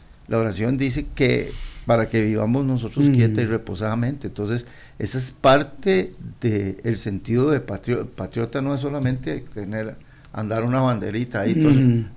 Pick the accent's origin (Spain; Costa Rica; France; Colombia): Costa Rica